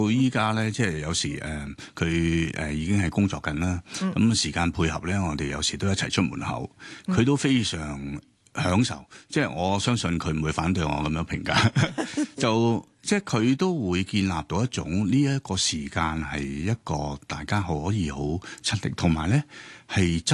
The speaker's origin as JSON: {"language": "Cantonese", "country": "Hong Kong", "tie": "born there", "said": "我喺香港出生咧，獅子山下，係我出世嘅地方。"}